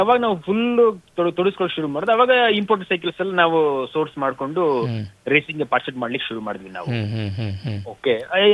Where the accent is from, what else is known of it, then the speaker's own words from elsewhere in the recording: Karnataka, India; so 2001 ನಮ್ಮೂರು ಬಂದು ಕೇರ್ನಗರ